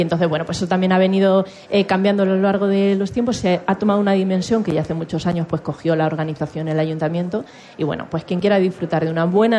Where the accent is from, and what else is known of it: Fuente Álamo, Castilla-La Mancha, Spain